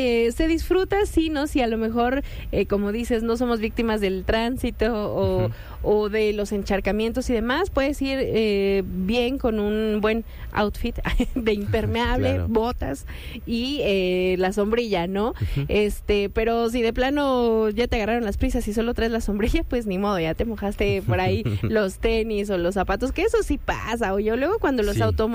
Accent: Mexico

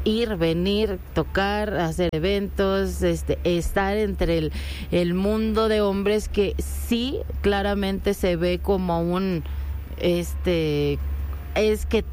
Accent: Salamanca, Guanajuato, Mexico; moved away as an adult; now in Mexico City, Mexico; soy de Salamanca, Guanajuato.

